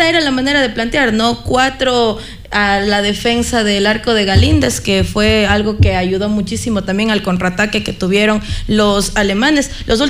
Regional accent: Ecuador

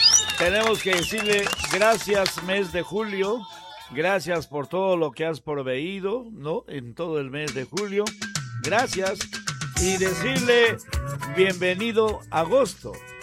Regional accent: San Agustín de Cajas, Junín, Peru; moved away; me están llamando desde mi tierra santa, San Agustín de Cajas.

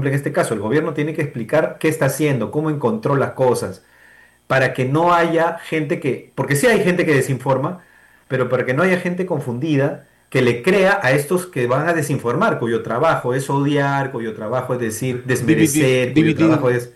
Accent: Peru; Cada uno como peruano responsable.

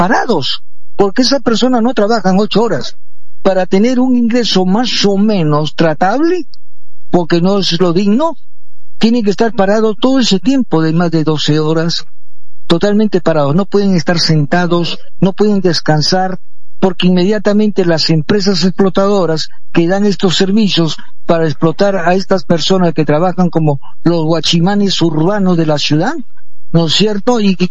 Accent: Peru; como todo peruano lo hacemos

